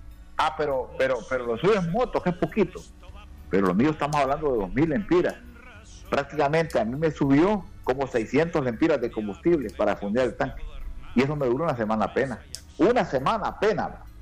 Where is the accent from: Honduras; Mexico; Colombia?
Honduras; yo como hondureño